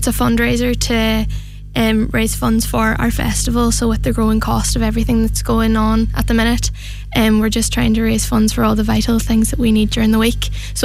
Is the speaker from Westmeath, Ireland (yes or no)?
no; Dunloe, County Donegal, Ireland; So being from Dunloe, I was the Dunloe Mary last year, and being from Dunloe and growing up in the Dunloe community